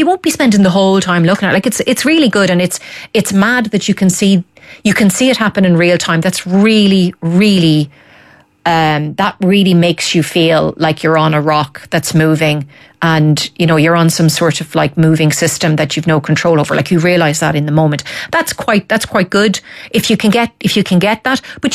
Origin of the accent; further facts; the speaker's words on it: Dundalk, County Louth, Ireland; I'm in Dundalk, my hometown, come on, the town.